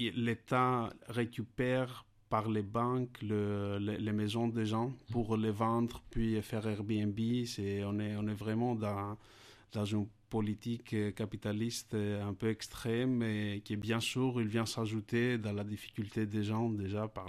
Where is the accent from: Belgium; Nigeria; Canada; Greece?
Greece; French is a second language; moved away as an adult; also born or lived in Turkey; now in Toulouse, France; Moi, ça fait 10 ans que j'habite à l'étranger. J'étais 3 ans en Turquie et maintenant, ça fait 8 ans que je suis en France. Et c'est vrai que tous les ans, ben, je rentre régulièrement